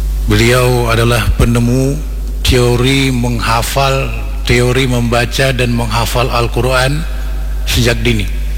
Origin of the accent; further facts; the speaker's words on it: Aceh, Indonesia; Saya bilang saya dari Indonesia, dari Aceh.